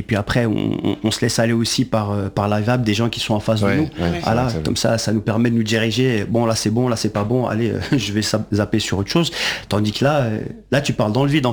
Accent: Belgium; Mais moi je suis venu pour rétablir l'honneur de mon pays, voilà, puisque je viens de Belgique.

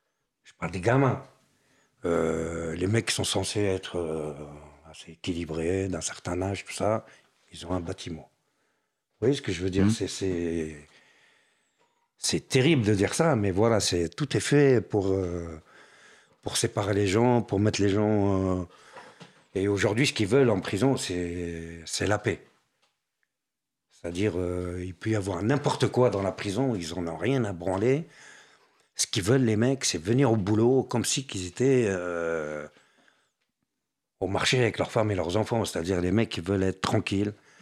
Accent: France; Mais monsieur, vous êtes tunisien? J'ai dit, non, je suis français.

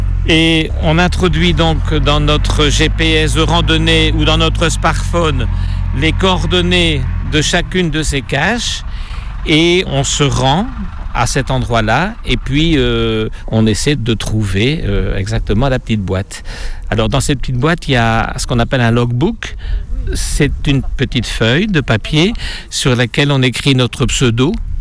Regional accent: Belgium; Nous, on vient de Belgique, on ne savait même pas qu'il y avait ici une petite fontaine

